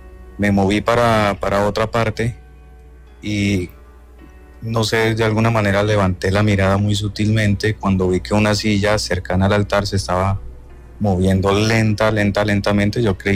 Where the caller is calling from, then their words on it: Huila, Colombia; yo soy del Huila.